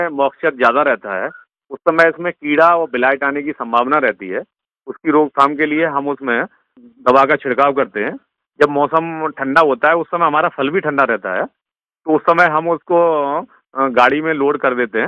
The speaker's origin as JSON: {"language": "Hindi", "town": "Firozabad", "region": "Uttar Pradesh", "country": "India", "said": "गांव कीठौर फिरोजाबाद का रहने वाला हूँ।"}